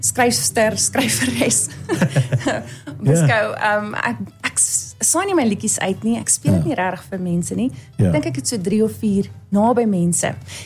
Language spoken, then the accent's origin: Afrikaans; Hartbeespoort, North West, South Africa; Ek is van Hartie Spoort oorspronklik. Ek is 'n onderwyseres hierso al vir 15 jaar.